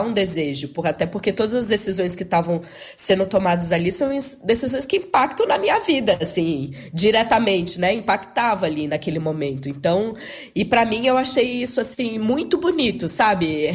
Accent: Bahia, Brazil; Sou baiana.

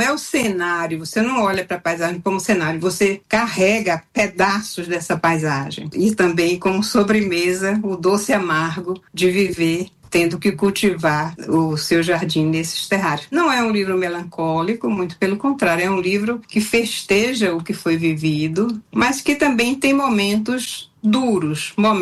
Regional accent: Bahia, Brazil; born there; Eu sou do sul da Bahia, da Mata Atlântica Costeira, então eu venho de uma paisagem muito exuberante.

